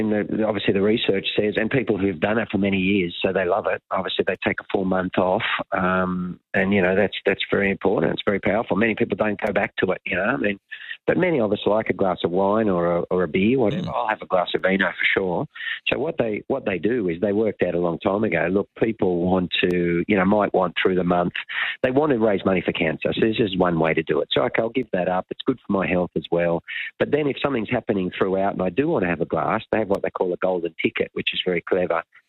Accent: Lismore, New South Wales, Australia; but I'm from Lismore, Northern New South Wales, just not too far from Brizzy there.

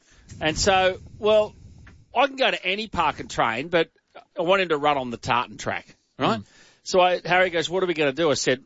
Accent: Brisbane, Queensland, Australia; when I was a kid growing up in Brisbane

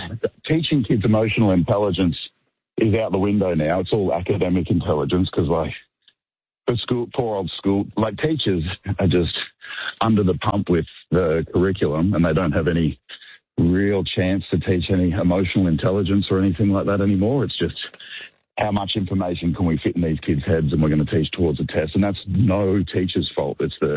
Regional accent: Sunshine Coast, Queensland, Australia; I grew up ginger on the Sunshine Coast.

